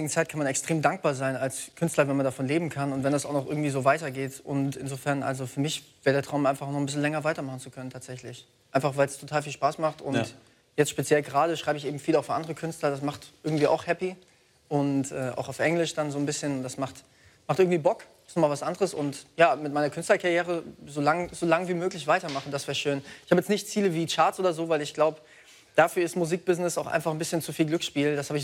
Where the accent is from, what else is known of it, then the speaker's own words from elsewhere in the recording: Hesse, Germany; Ich komme aus Mittelhessen.